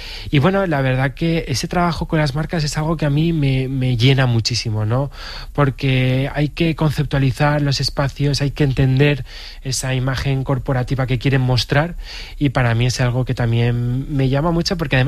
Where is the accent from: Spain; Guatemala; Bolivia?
Spain; Valencian Community; tenemos grandísimos profesionales aquí en Valencia, en la Comunidad Valenciana